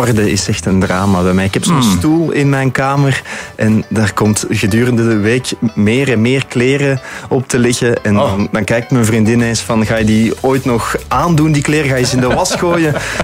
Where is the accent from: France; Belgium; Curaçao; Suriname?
Belgium; Schelle, Flanders; now in Kontich, Belgium; Ik ben afkomstig uit Schelle.